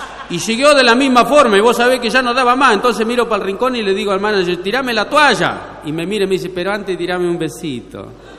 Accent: Victorica, La Pampa, Argentina; Y yo he nacido en un pueblo que es el primer pueblo de La Pampa, que se llama Victorica, de ahí vengo, de ese lado, donde hemos pasado una vida bárbara nosotros, una infancia feliz, 10 hermanos somos.

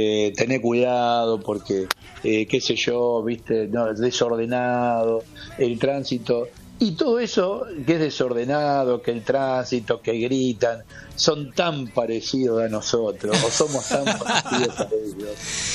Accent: Argentina; now in Naples, Italy; cuando estás acá y te das cuenta que te escuchan que sos argentino

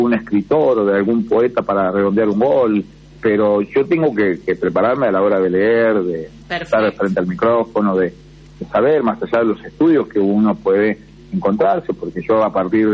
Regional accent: Santa Fe, Argentina; nosotros los santafesinos nos tragamos la S, fíjate, porque no es tan grave, porque es una parte de nuestro dialecto, nuestra idiosincrasia.

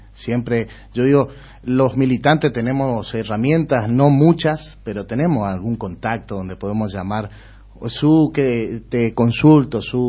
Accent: Resistencia, Chaco, Argentina; also born or lived in El Impenetrable, Chaco; Yo soy nacido y criado en Resistencia, y llegó un momento de mi vida que me fui al impenetrable

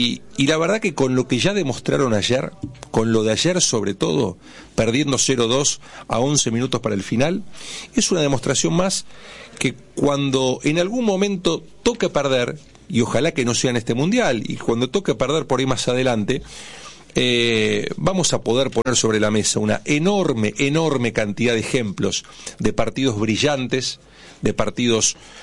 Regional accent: Argentina; Como argentinos, como campeones del mundo

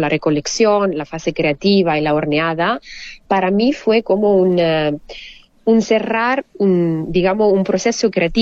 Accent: Italy; born there; Spanish is a second language; cuando volví a Italia fue bajar al río de mi pueblito, entonces, no de Torino, sino de donde originariamente, donde

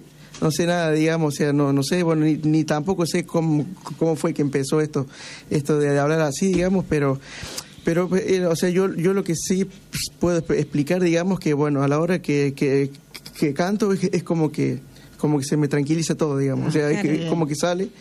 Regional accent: Córdoba, Argentina; Sí, sí, yo soy de Córdoba, capital.

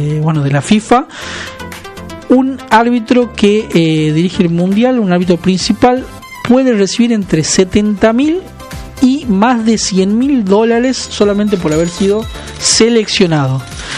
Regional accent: Argentina; nos enorgullecen como argentinos.

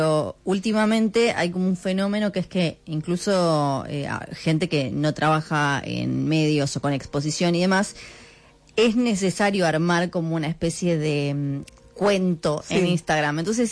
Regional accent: Ushuaia, Tierra del Fuego, Argentina; Yo, por ejemplo, qué sé yo, soy de Ushuaia, y en un momento mi papá se había venido a vivir acá

